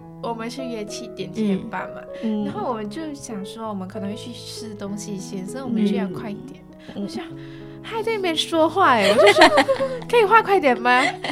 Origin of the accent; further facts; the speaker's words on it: Malaysia; moved away; 我刚回到。马来西亚嘛